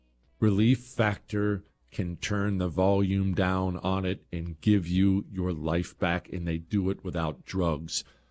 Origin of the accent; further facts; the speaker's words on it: Montana, United States; Told you these stories before, growing up in Montana.